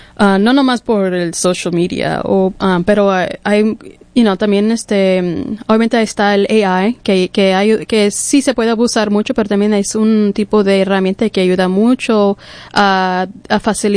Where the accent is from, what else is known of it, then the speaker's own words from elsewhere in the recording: Washington, United States; Spanish is a second language; also born or lived in California; Pero soy de Washington, pero soy washingtonia.